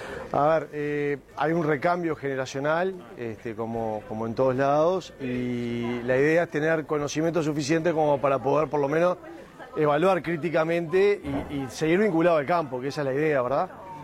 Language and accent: Spanish; San José, Uruguay; Nosotros somos de San José, de la zona yendo para Flores, ruta 3, kilómetro 127 y medio